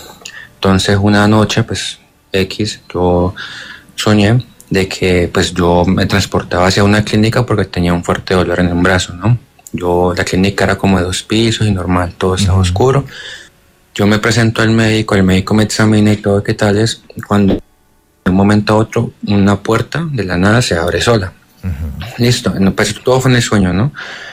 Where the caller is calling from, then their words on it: Cali, Valle del Cauca, Colombia; Me comunico de Cali